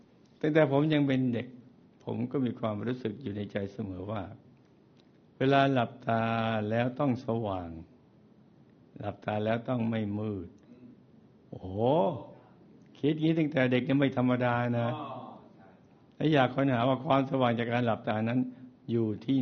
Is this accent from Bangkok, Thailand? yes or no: no; Yala, Thailand; born there; หลวงพ่อครับผมเกิดที่จังหวัดยะลา